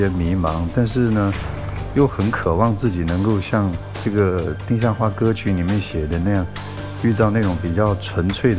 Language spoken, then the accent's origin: Chinese; Guilin, Guangxi, China; 我是广西桂林的。